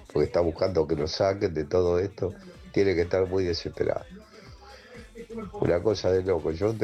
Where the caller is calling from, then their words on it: La Matanza, Buenos Aires Province, Argentina; de la Matanza.